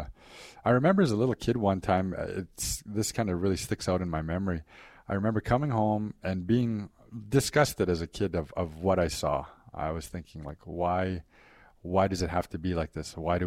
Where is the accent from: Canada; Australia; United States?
Canada; Maskwacis, Alberta; also born or lived in Ermineskin Reserve; Samson is the largest of the four reserves, which is where I'm from. My dad is actually a Samson Nation member, and my mom was from the Airmanskin Reserve. So growing up, I kind of went back and forth between the two reserves.